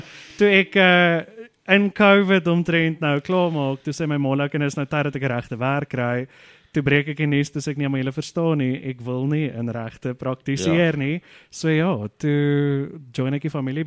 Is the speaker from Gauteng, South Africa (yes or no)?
yes; Vanderbijlpark, Gauteng, South Africa; also born or lived in Johannesburg / Potchefstroom; gebore en getoer in Vanderbijl.